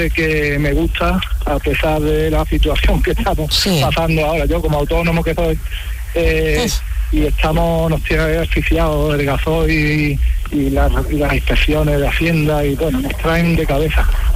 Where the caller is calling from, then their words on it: Vélez-Málaga, Andalusia, Spain; de Vélez Málaga.